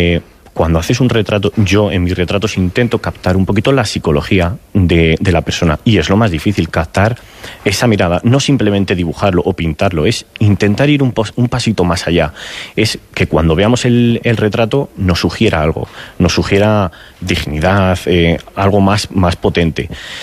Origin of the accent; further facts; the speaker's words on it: Ávila, Castile and León, Spain; soy de Ávila